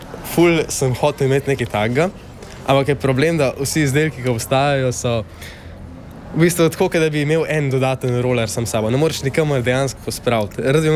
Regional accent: Škofja Loka, Upper Carniola, Slovenia; now in Vipava, Slovenia; sem dijak Škofijske gimnazije Vipava. V bistvu sem iz Škofje Loke, zato sem pa tudi v dijaškem domu v Vipavi.

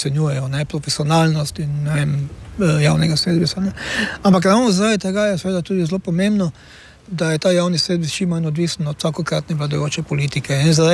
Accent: Styria, Slovenia; kot pravimo Štajerci

